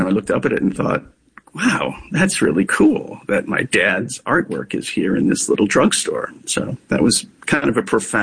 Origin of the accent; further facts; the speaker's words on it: Rochester, New York, United States; moved away; I have such fond memories of growing up in Rochester.